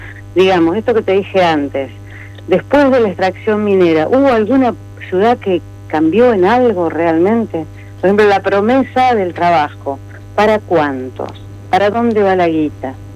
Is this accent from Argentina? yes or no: yes; Chos Malal, Neuquén, Argentina; Te lo digo desde el corazón de la ciudad que estoy acá en el momento, yo soy de Chosmalal.